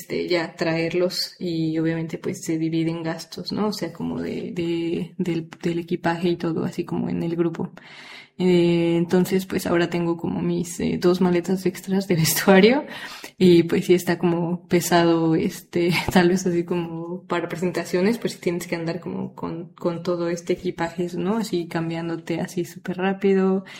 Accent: Mexico; now in Denmark; Como mantener como también México dentro de mí, ¿no? O sea, como las raíces, la música, el baile, el vestuario, todo.

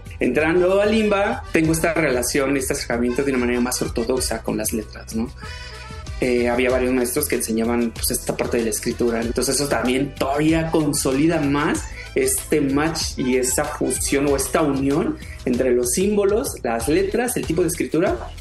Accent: Mexico City, Mexico; soy oriundo de la Ciudad de México.

